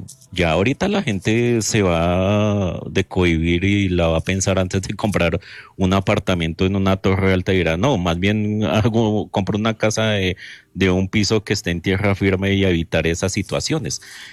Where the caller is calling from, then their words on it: Bogotá, Colombia; Aquí desde Fontibón, Bogotá.